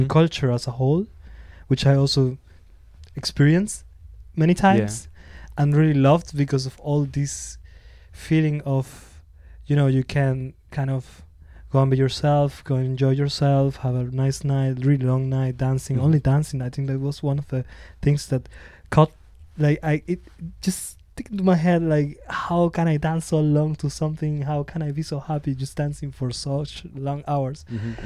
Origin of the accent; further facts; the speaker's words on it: Venezuela; moved away as an adult; now in Leipzig, Germany; I'm originally from Venezuela, living in Leipzig, Germany since 2019.